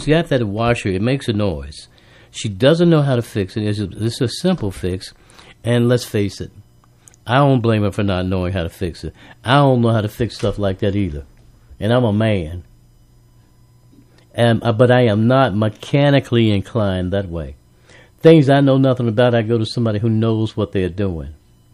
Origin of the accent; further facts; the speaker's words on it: North Carolina, United States; I'm from North Kakalaki, too.